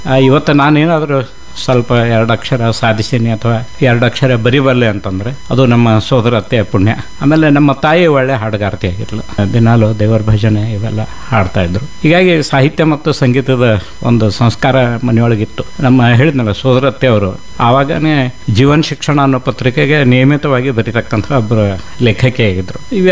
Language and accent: Kannada; Pachapur, Karnataka, India; So 63 ನಾನು ಹುಟ್ಟಿದ್ದು, 1963. ಬಾಲ್ಯ ಪಾಚಾಪುರದಲ್ಲೇ.